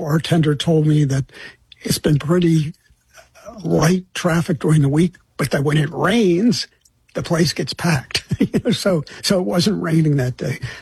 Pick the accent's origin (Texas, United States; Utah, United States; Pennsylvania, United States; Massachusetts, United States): Pennsylvania, United States; Philadelphia; I grew up in Philadelphia, and when I grew up, Philadelphia had the largest concentration of Italians outside of Rome.